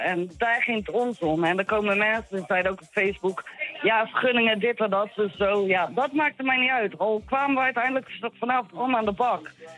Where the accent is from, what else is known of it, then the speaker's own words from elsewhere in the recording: Rotterdam, South Holland, Netherlands; ik kom zelf uit Rotterdam